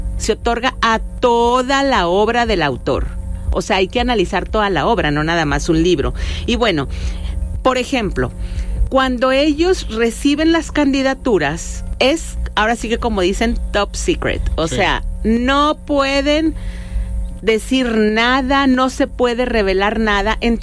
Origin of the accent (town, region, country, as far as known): Mexico